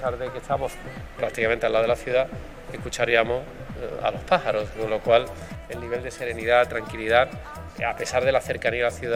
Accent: Málaga, Andalusia, Spain; como malagueños y como andaluces

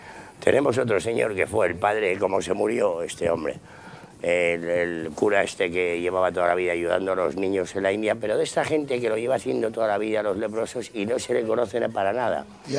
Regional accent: Spain; Yo he vivido con Franco, he vivido con todos, y en mi vida había vivido, por ejemplo, con más prohibiciones en mi país

